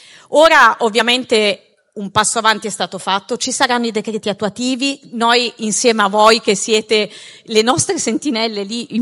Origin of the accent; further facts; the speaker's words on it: Aosta Valley, Italy; lo dico da Valdostana